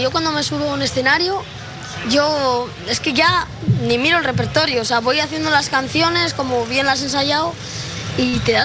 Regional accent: Cantabria, Spain; De la Joyanca, de Campo.

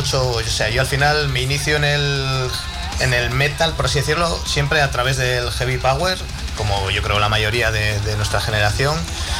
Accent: Torrelavega, Cantabria, Spain; también soy de Torrelavega originario y tal

